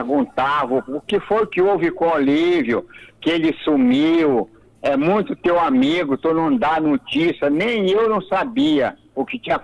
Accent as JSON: {"language": "Portuguese", "town": "Mazagão", "region": "Amapá", "country": "Brazil", "tie": "born or raised there", "moved": "yes", "said": "o meu povo da minha terra natal lá, Manzagão Velho"}